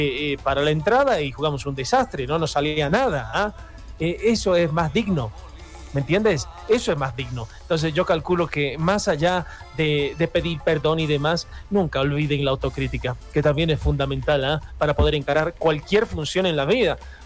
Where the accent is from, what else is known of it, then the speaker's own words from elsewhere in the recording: Bolivia; nosotros como bolivianos nos tenemos que mover de manera diferente.